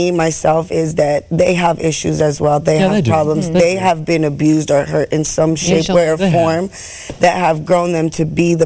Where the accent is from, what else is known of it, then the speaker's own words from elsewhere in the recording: California, United States; no, I'm from California.